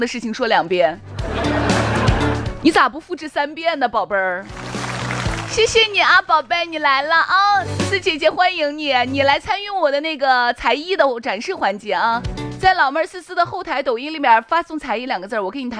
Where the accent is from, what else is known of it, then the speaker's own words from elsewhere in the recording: Shaanxi, China; 咱们陕西人说话